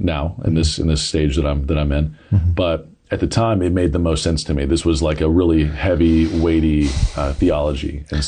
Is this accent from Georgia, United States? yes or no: yes; Douglasville, Georgia, United States; I grew up in Metro Atlanta. I grew up in Douglasville, Georgia.